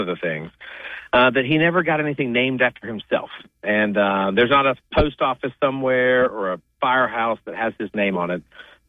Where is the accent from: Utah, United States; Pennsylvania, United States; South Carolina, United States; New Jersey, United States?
South Carolina, United States; Socastee; also born or lived in Surfside Beach, South Carolina; So I'm originally from Surfside Beach. I grew up in a little town called Socastee.